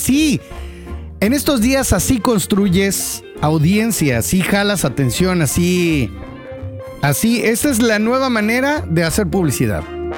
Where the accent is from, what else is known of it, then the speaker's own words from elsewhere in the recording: State of Mexico, Mexico; now in Mérida, Mexico; Yo que vengo del Estado de México